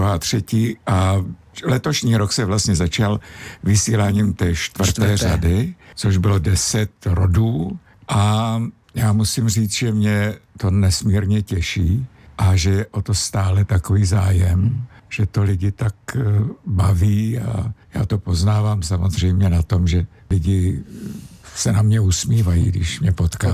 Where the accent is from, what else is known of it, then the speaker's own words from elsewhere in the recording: East Bohemia, Czechia; jsem hrdý Východočech.